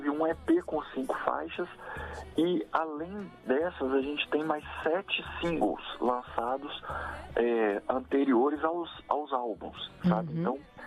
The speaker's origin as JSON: {"language": "Portuguese", "region": "Minas Gerais", "country": "Brazil", "said": "Eu e a Bárbara, sim, somos de Minas, né?"}